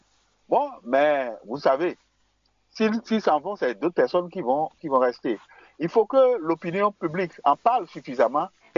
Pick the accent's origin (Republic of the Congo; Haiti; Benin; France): Benin; mais je suis resté chez moi au Bénin.